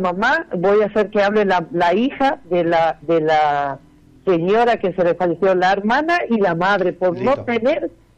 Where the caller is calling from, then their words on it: Argentina; del barrio San Antonio.